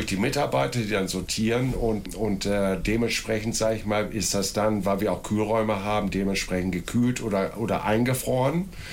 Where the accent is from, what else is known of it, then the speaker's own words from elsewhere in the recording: Wilhelmshaven, Lower Saxony, Germany; born there; now in Gütersloh, Germany; Geboren in Wilhelmshaven